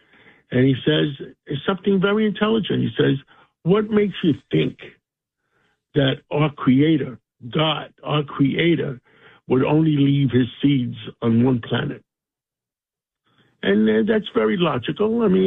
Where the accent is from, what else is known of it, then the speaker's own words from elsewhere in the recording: New York, United States; being from the poor side of town, growing up in Harlem